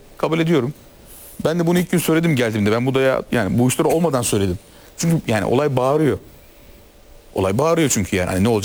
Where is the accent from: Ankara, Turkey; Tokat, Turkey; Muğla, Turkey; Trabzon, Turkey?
Trabzon, Turkey